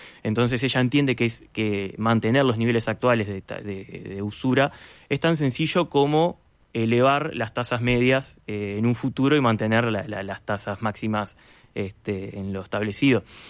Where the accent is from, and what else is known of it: Uruguay